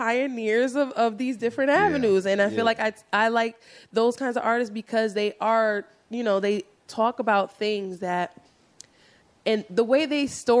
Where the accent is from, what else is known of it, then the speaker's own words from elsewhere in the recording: New York, United States; I think it's a dope place if you really want to escape from all the noise.